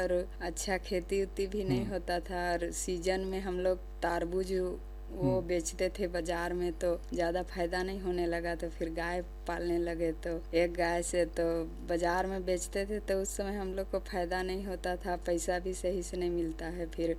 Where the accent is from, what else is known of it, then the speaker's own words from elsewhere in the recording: Itki Thakur, Jharkhand, India; जी इटकी ठाकुर गांव।